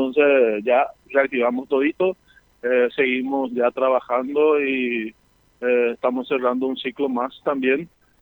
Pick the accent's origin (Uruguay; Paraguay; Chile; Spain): Paraguay; como paraguayo, como católico también